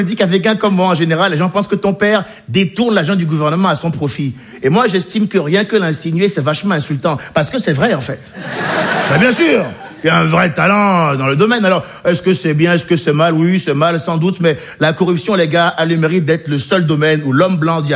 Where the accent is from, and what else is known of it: Benin; born or raised there